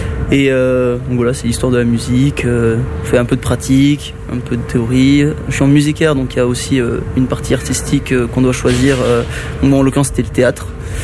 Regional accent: Montcuq, Occitanie, France; De base, je suis de Montcuq

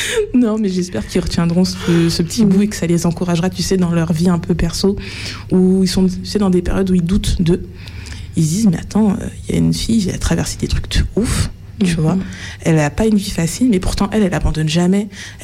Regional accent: France; born there; also born or lived in Martinique; je suis martiniquaise, donc théoriquement, accessoirement, je suis française. Du coup, même si pour revenir de la Martinique à l'Hexagone, il y a quand même un petit voyage qui se fait, mais je n'ai pas eu de barrière de la langue, je n'ai pas eu de bouleversement particulier

